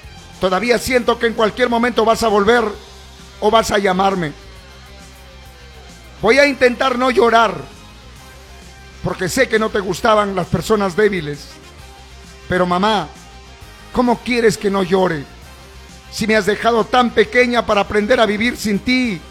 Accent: Peru

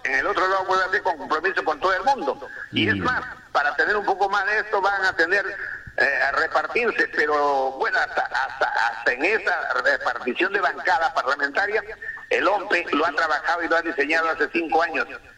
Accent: Chincha Alta, Ica, Peru; born there; en mi tierra, en Chincha

